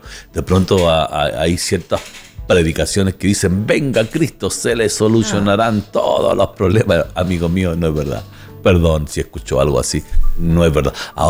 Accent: Chile; Nosotros decimos aquí en Chile, para decir 24-7 es siempre.

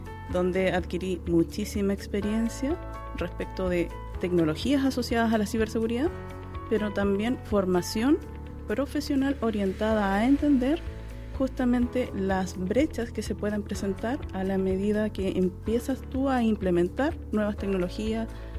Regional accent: Santiago, Santiago Metropolitan Region, Chile; now in Viña del Mar, Chile; Yo, oriunda de Santiago, me vine a vivir a Viña del Mar por calidad de vida.

